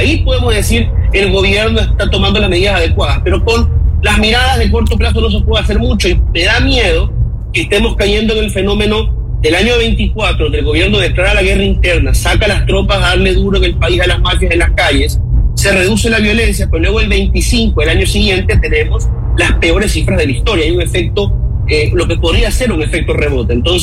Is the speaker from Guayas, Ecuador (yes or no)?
yes; Guayaquil, Guayas, Ecuador; Me preocupa como guayaquileño